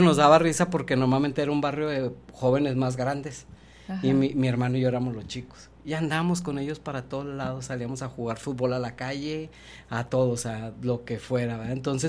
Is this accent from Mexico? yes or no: yes; Ciudad Juárez, Chihuahua, Mexico; also born or lived in Monterrey; nacimos la mayoría en Monterrey, menos mi hermano el más chico, que ya nació aquí. Yo me vine muy chico, entonces soy juarense.